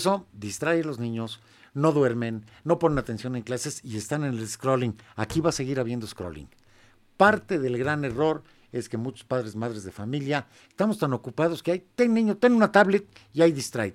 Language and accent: Spanish; Puebla, Mexico; los poblanos tenemos fama de sangrones